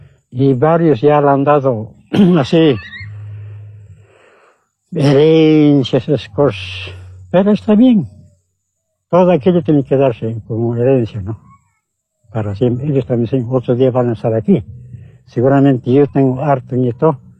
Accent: Oruro, Bolivia; moved away as an adult; now in Chapare, Bolivia; Yo soy de Oruro, Oruro no hay más aquí.

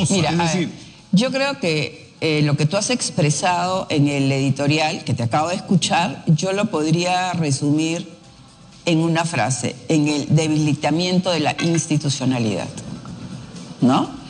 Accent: Piura, Peru; No sé si tú sabes, pero yo soy provinciana, yo soy piurana.

